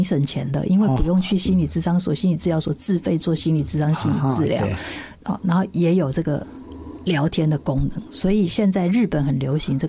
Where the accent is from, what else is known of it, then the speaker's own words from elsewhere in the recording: China; 而且你有时候会发现，我们中国人有句古话嘛，哦、那个酒逢知己千杯少嘛，话不投机半句多。